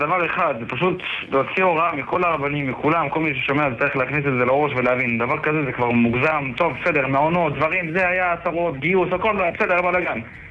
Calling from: Ashdod, Southern District, Israel

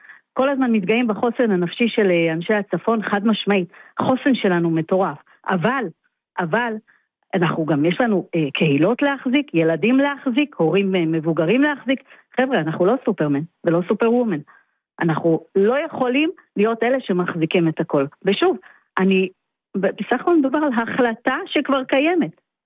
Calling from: Northern District, Israel; שאני מקיבוץ שנשאר לספוג והיה באמת בחזית ובמקום שהוא כל התשתית שלו התפרקה, תבינו, התשתית שלנו זה קריית שמונה

